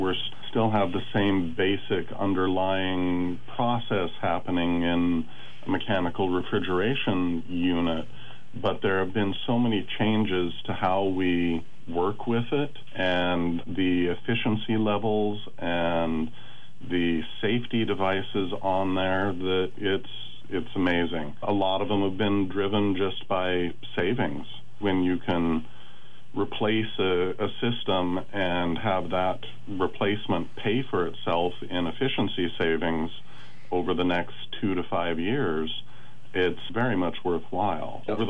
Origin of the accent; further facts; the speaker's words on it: Meadow Lakes, Alaska, United States; Well, I actually grew up in the Meadow Lakes area, so I'm a graduate of Wasilla High.